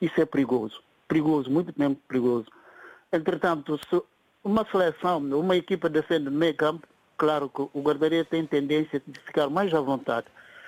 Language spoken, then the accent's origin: Portuguese; Guinea-Bissau; eu não sou português, sou guinense, mas sentimos na pele porque nós somos da colónia portuguesa.